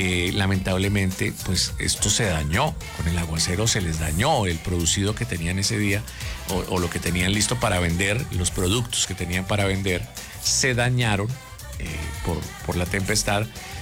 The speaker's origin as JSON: {"language": "Spanish", "town": "Bucaramanga", "region": "Santander", "country": "Colombia", "said": "Así que la invitación para que todos los bumangueses y como buenos colombianos nos unamos más fuertes que nunca."}